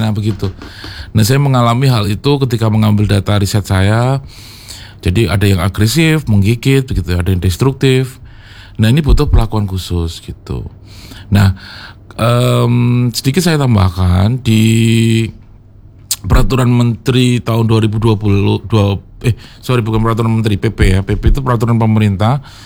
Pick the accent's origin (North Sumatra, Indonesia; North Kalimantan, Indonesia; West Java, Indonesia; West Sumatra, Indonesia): North Kalimantan, Indonesia; saya dari Kalimantan Utara Mbak, jadi dari pinggiran, dari perbatasan di Indonesia yang berbatasan d